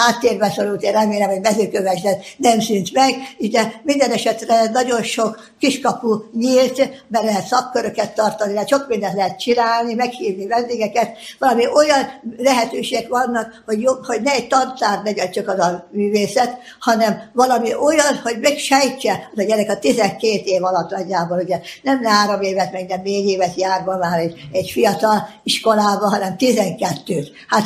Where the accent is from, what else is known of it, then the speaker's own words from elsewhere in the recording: Esztergom, Komárom-Esztergom, Hungary; én Esztergomból születtem, és ott nőttem föl, és hát az egyetemet is nem könnyen, de azt is el tudtam végezni